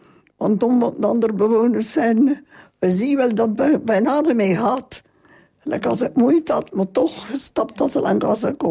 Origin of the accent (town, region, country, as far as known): Halmaal, Flanders, Belgium